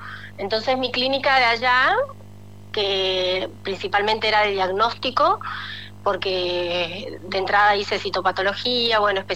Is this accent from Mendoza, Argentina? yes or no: no; Chaco, Argentina; moved away as an adult; now in Punta Ballena, Uruguay; Soy del Chaco, del norte de la Argentina.